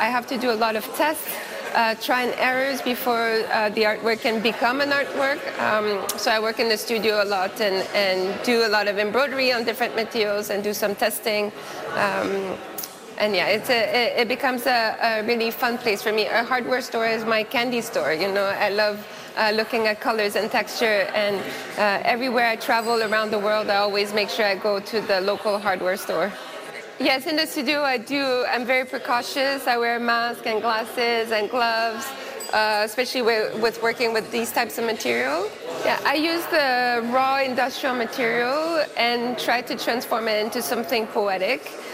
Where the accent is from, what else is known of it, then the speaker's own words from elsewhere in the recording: Aylmer, Quebec, Canada; also born or lived in Ottawa; I grew up partly in Aylmer, Quebec, so just on the other side of the river from the National Gallery. I used to come to Ottawa all the time. This is my place. This is where I grew up.